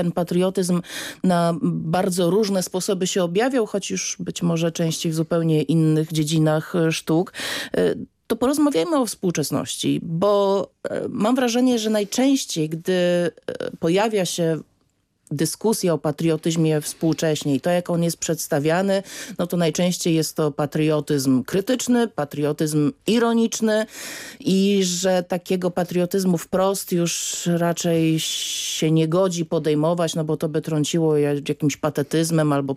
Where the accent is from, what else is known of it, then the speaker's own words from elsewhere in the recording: Warsaw, Masovian Voivodeship, Poland; czuję się dumną warszawianką.